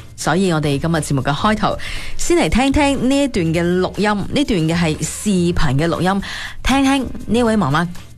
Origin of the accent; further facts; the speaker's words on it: China; 谈谈我们中国人最不擅长但也都最需要练习的事情，就是把爱说出口